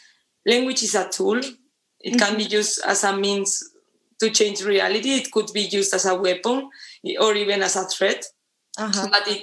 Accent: Basque Country, Spain

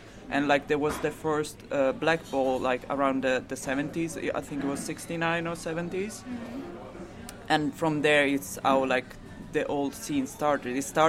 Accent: Italy; English is a second language; I'm from Italy, and my father's family is from Naples

